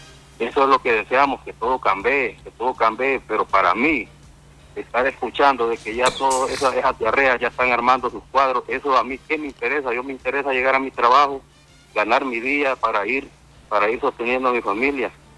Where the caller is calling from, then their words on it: Sonaguera, Colón, Honduras; Estamos en el campo Guanacaste, Isleta, Zonaguera, Colón.